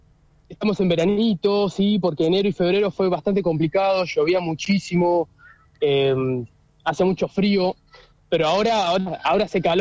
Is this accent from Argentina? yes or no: yes; Trelew, Chubut, Argentina; moved away as an adult; now in Dublin, Ireland; soy de Trelew, soy de la ciudad de Trelew, oriundo de allá, del barrio Coepro, me crié ahí.